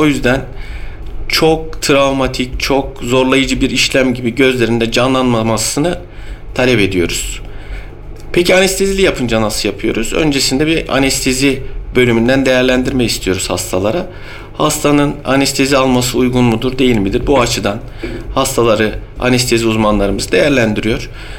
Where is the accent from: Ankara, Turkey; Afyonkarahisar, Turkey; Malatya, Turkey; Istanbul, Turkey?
Afyonkarahisar, Turkey; Bolvadin; born there; Afyon Bolvedin doğumluyum.